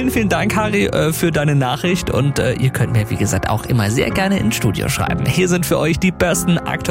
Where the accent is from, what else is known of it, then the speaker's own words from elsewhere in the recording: Feucht, Bavaria, Germany; ich komme ja aus Feucht